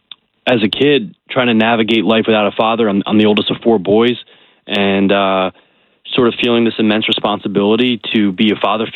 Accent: Morristown, New Jersey, United States; I grew up in New Jersey.

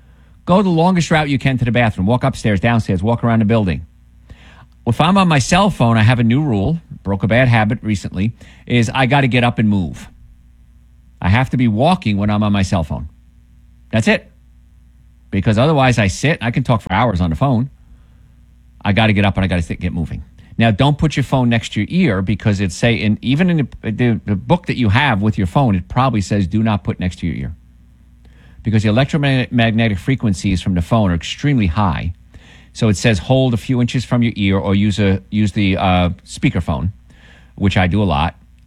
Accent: New Jersey, United States; I grew up in New Jersey with the Hudson River there. It wasn't clear water. Not back then, anyway.

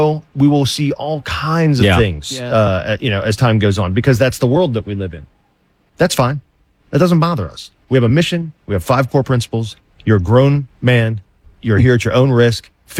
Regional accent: United States; I'm an American.

